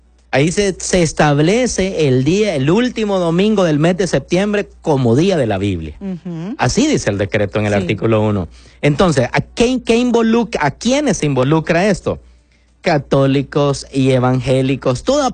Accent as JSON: {"language": "Spanish", "country": "Honduras", "said": "yo soy hondureño"}